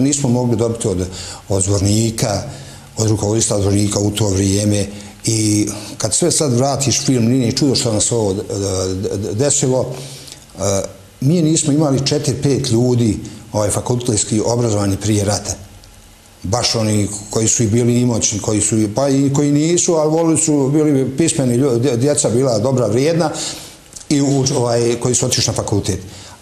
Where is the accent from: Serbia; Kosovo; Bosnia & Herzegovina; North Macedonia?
Bosnia & Herzegovina; Gornji Šepak, Republika Srpska; born there; Pa ja sam rođen u Gornjem Šepku, tada nije bilo bolnica i po bolnicama se nije išao